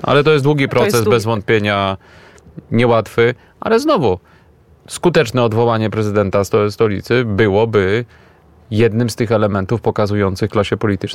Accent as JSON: {"language": "Polish", "town": "Warsaw", "region": "Masovian Voivodeship", "country": "Poland", "tie": "born there", "said": "jestem warszawiakiem z urodzenia"}